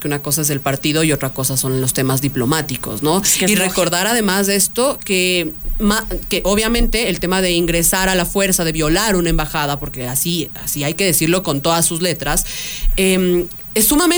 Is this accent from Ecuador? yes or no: yes; Ecuador; los ecuatorianos hemos crecido en medio de la cumbia a todo volumen